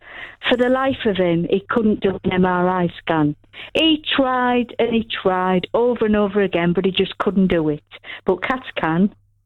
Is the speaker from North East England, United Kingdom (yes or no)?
yes; North East England, United Kingdom; moved away as an adult; now in Derby, United Kingdom; Well, I'm from the North East. I came to Derby in 1985 to study.